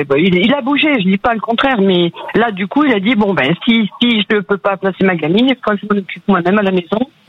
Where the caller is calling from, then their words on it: Nouvelle-Aquitaine, France; Je vous appelle d'un petit village dans la Creuse